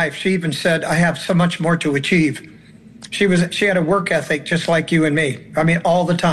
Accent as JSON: {"language": "English", "region": "California", "country": "United States", "said": "I came from Sharecropper Farm in California"}